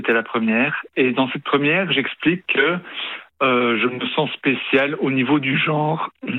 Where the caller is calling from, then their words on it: Belgium; Oui, je viens de Belgique.